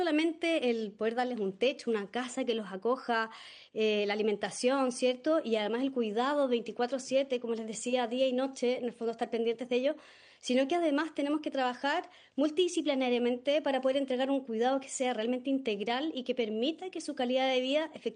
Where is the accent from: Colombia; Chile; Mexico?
Chile; Y eso obviamente que implica un tremendo desafío para nosotros como chilenos.